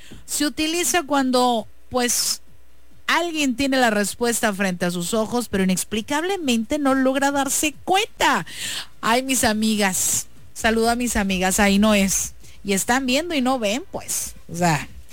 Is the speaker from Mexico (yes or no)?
yes; Mexico; Y bueno, chicos, como buenos mexicanos, ¿por dónde empezamos, producción?